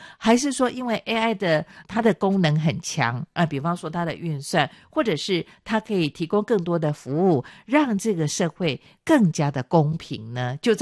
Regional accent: Taiwan; first language Taiwanese Hokkien; Chinese is a second language; 我的母语台语

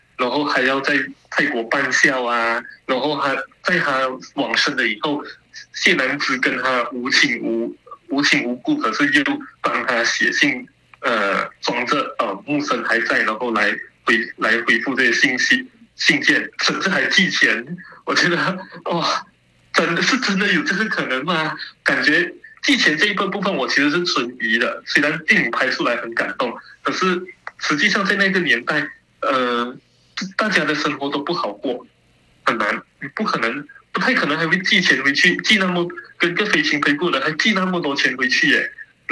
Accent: Malaysia; 你可以叫我就是马来西亚人，你可以叫我华人，但是请不要叫我马来人，也不要叫我中国人。

